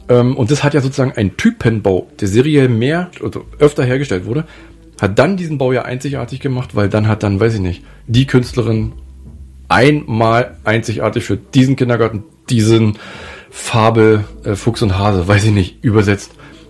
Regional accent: East Germany, Germany; born there; Ich bin ja auch im Land geboren, was es gar nicht mehr gibt

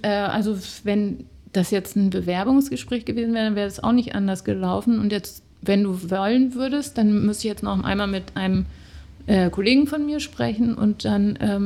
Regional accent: Germany; accent: German; moved away as an adult; also born or lived in Netherlands; ich habe auch irgendwie das mir nicht große Mühe gegeben, irgendwie meinen deutschen Akzent zu verstecken.

